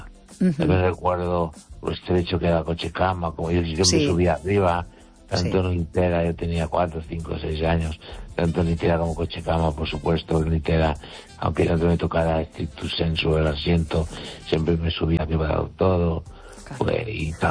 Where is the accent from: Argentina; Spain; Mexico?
Spain; Galicia; Y mi pueblo está a unos 9 kilómetros 8 de Los Peares. Está en la base de la montaña.